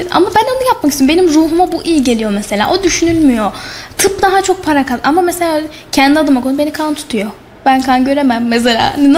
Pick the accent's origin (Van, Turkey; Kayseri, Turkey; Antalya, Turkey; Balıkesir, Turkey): Kayseri, Turkey; accent: Kayseri dialect